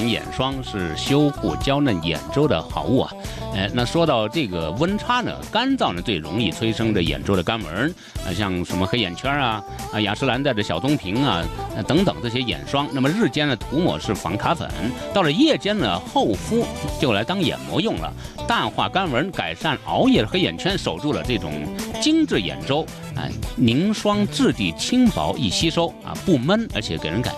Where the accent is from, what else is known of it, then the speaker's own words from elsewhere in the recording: Yunnan, China; 咱们云南人